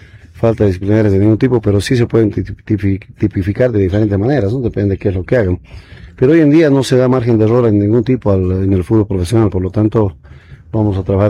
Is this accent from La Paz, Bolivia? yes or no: no; Cochabamba, Bolivia; mis padres que viven acá, mi familia, está cerca de mi tierra, Cochabamba